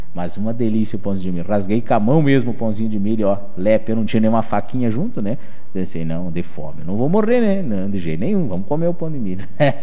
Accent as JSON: {"language": "Portuguese", "country": "Brazil", "tie": "born or raised there", "said": "eu fui criado na campanha, em Rancho de Barra e Capim"}